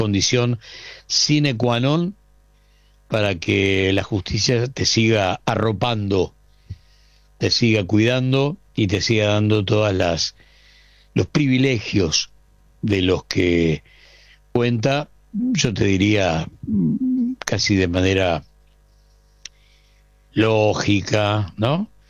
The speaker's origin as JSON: {"language": "Spanish", "country": "Argentina", "said": "De eso, como argentino, te podemos explicar un montón de cosas"}